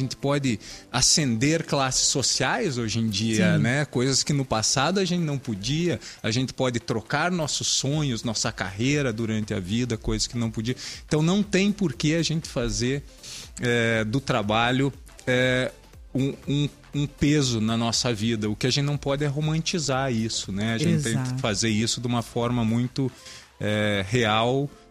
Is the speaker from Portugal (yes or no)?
no; Brazil; now in United States; um prazer estar aqui de novo na minha terra natal, estar em casa de volta.